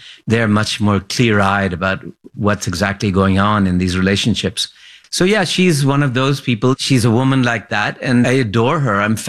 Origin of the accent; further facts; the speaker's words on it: Lahore, Punjab, Pakistan; I was brought up in Lahore, And we had these, you know, wonderful old, you know, they're called servants, I guess.